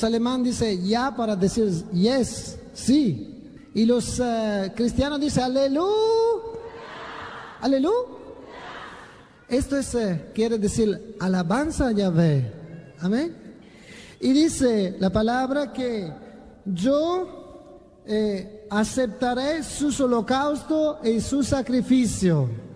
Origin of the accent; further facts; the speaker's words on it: Italy; moved away; Yo soy italiano, por eso hago así.